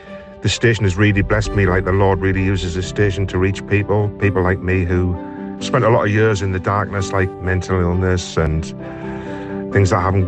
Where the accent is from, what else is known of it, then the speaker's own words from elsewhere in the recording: Gateshead, North East England, United Kingdom; I am from Gateshead.